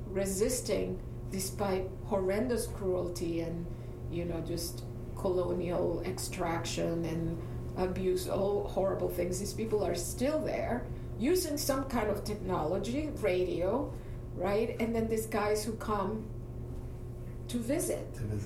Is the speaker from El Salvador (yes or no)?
yes; El Salvador; moved away; I was from El Salvador, but I was Latin American.